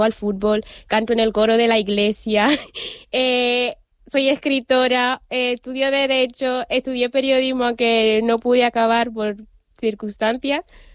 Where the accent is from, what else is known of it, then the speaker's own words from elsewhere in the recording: Malabo, Bioko Norte, Equatorial Guinea; now in Spain; Sí, nací en Malabo, 1997.